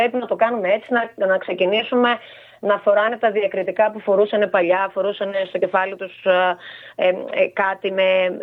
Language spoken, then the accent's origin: Greek; Nea Vyssa, Eastern Macedonia and Thrace, Greece; στη Νέα Δύση, που είναι η πατρίδα μου και ήταν και ένα πολύ μεγάλο χωριό.